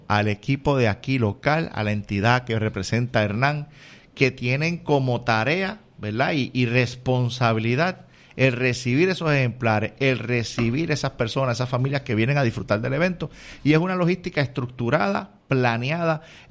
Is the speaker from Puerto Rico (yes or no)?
yes; Puerto Rico; Yo soy puertorriqueño, así que este clima me encanta.